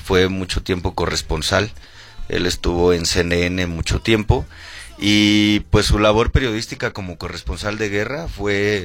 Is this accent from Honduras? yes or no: no; Mexico; nosotros como mexicanos